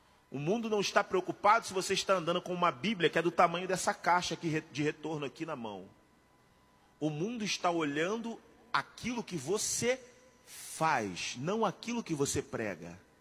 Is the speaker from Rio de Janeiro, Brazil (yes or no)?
yes; Rio de Janeiro, Brazil; Talvez você que não saiba, eu sou do Rio de Janeiro.